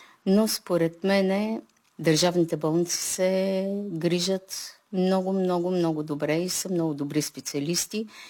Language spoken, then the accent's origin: Bulgarian; Blagoevgrad, Blagoevgrad Province, Bulgaria; moved away as an adult; now in England, United Kingdom; От Благоевград сме и двамата. Заминахме 2002 в Англия. Хареса ни. Трябваше да се приберем по лични причини и след това пак се върнахме.